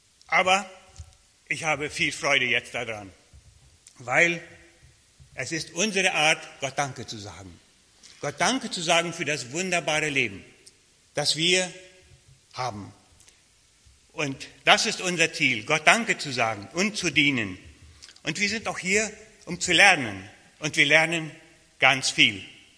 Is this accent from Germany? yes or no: yes; Germany; moved away as an adult; und ja, wir kommen aus Deutschland, wie schon gesagt